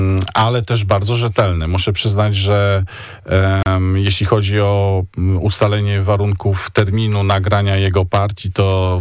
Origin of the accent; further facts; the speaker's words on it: Kwidzyn, Pomeranian Voivodeship, Poland; Zresztą obaj pochodzimy z tego samego miasta, czyli Kwizyn.